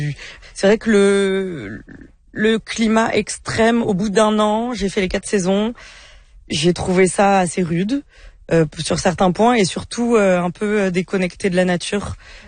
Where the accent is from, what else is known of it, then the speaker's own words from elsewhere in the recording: Île-de-France, France; moved away as an adult; now in Quadra Island, Canada; j'ai 32 ans. Je suis française de France, originaire de région parisienne. Puis j'habite aussi sur l'île de Quadra. Je travaille à Campbell River. J'habite à Quadra depuis 3 ans et demi maintenant.